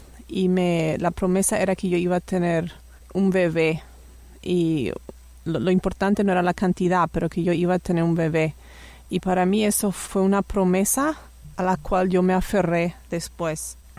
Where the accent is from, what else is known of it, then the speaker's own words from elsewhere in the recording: Paraguay; moved away as an adult; now in Canada; Y hace casi 4 años que vivimos por Canadá, y originalmente soy de Paraguay también.